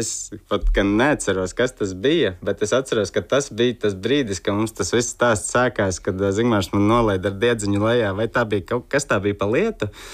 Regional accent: Koknese, Aizkraukle Municipality, Latvia; mēs abi divi esam no Koknesas un dzīvojām daudz dzīvokļu mājā. Es dzīvoju otrajā stāvā

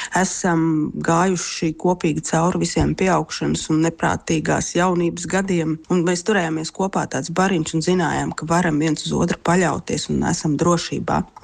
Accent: Liepāja, Latvia; kad mēs studējām Rīgā, paši esam no Liepājas, tad reiz Jānis man palūdza aizvest no Rīgas uz Liepāju viņa mammai mazu mīlīgu takšu kucēnu

